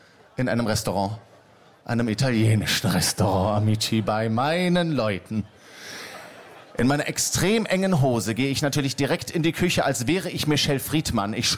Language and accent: German; Berlin, Germany; Ich bin ja Berliner.